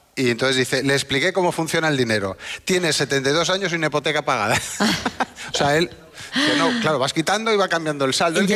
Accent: A Coruña, Galicia, Spain; Como soy de Coruña, pues es como muy emocionante.

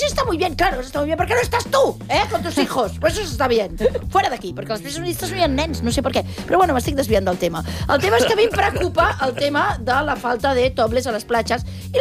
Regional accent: Catalonia, Spain; jo soc catalana i vull que guanyi Espanya

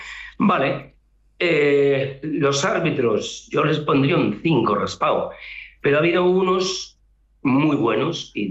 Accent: Spain; de que todos somos españoles, cada uno tiene pues su cultura, su manera de ser, los idiomas, que no se pierdan, por favor.

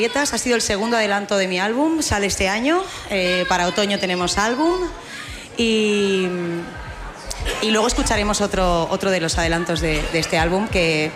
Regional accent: Bilbao, Basque Country, Spain; yo soy de Bilbao, adoro mi país vasco

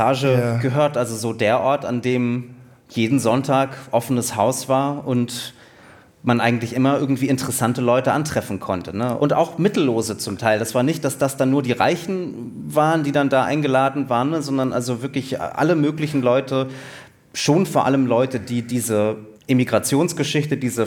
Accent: Berlin, Germany

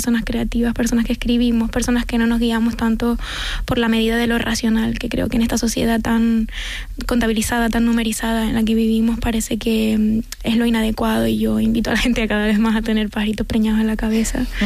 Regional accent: Canary Islands, Spain; accent: Canarian; siento que nos han contado siempre desde dentro y fuera de Canarias que nuestra forma de hablar es inadecuada y la tenemos que corregir

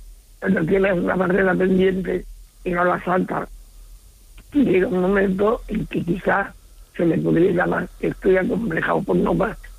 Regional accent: Córdoba, Andalusia, Spain; now in Alicante, Spain; Estoy en Alicante, pero soy cordobés.

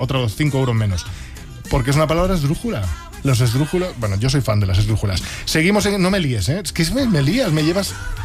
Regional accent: Noia, Galicia, Spain; Pues soy de Noia, no soy de Chamberí.

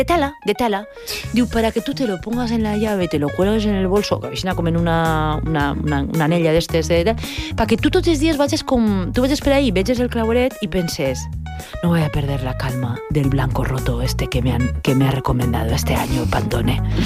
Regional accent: Valencian Community, Spain; accent: Valencian; ahí el meu valencià.

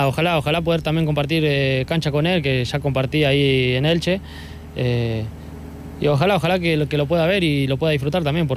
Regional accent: Argentina; moved away; me cargan porque somos argentinos

